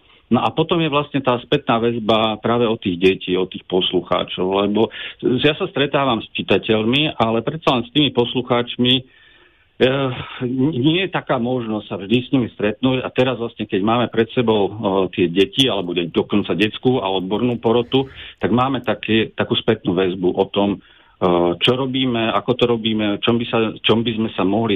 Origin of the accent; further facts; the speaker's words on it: eastern Slovakia, Slovakia; ja nie som v Bratislave v centre toho kultúrneho diania, ale som z východného Slovenska